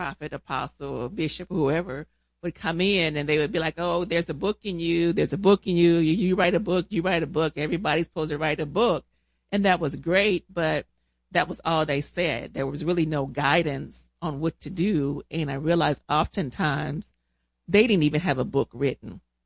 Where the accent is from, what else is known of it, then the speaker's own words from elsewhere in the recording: Toledo, Ohio, United States; now in Chattanooga, United States; I am originally from Toledo, Ohio. I'm residing now in Chattanooga, Tennessee with you.